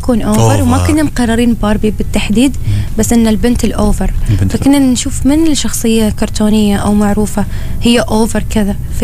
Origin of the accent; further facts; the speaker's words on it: Oman; accent: Omani; في لهجتنا لطيفه خفيفه احنا العمانيين،